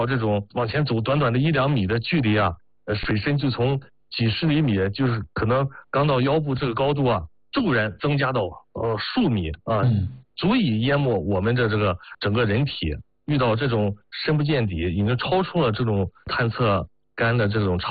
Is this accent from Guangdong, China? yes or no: no; Qingdao, Shandong, China; 因为我在青岛在海边长大